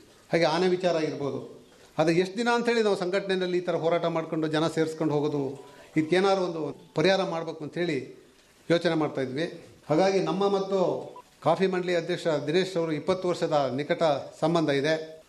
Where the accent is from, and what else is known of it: Hettur, Karnataka, India